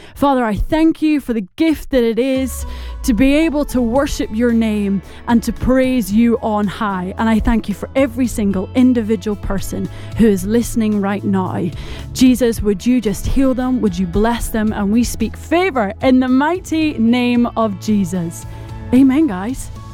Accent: Glasgow, Scotland, United Kingdom; accent: Glaswegian; It is such a joy to hear that Glaswegian accent, as I have one too.

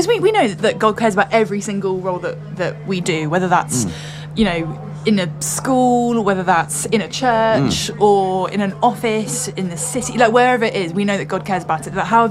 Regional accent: South West England, United Kingdom; I'm from Wiltshire.

